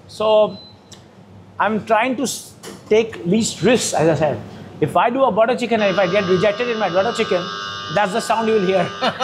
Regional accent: Kolkata, West Bengal, India; born there; also born or lived in Thiruvananthapuram / Delhi

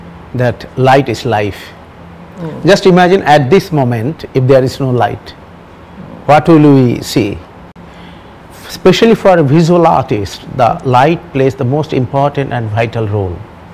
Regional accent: Tamluk, West Bengal, India; Where I was born and brought up in Tamluk, it is surrounded by water, water bodies, canal, rivers.

